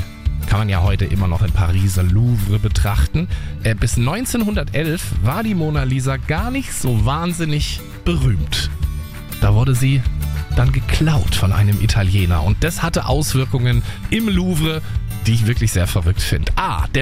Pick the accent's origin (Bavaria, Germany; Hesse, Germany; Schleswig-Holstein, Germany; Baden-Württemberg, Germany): Schleswig-Holstein, Germany; Eutin; born there; moved away; also born or lived in Travemünde; Ich bin in Eutin geboren. Habe in Travemünde gelebt 2 Jahre lang.